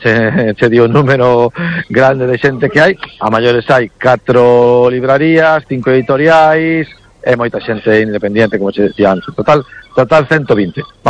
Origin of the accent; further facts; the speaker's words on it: Bañobre, Galicia, Spain; se o digo polo meu pueblo, ¿no? Bañobre, é dicir, non somos nin concello, temos unha verbena, ¿no?